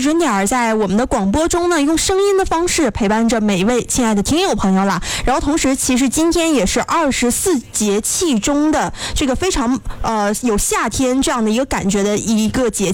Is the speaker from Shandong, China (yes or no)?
no; Liaoning, China